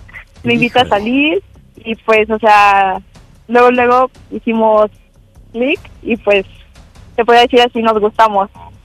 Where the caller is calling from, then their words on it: Amecameca, State of Mexico, Mexico; Tengo 20 años, soy de Amecameca, Estado de México.